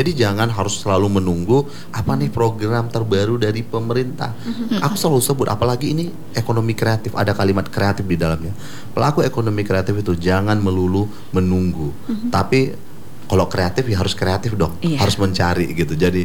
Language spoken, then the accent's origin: Indonesian; Sumatra, Indonesia; Karena kalau kami dari Sumatera itu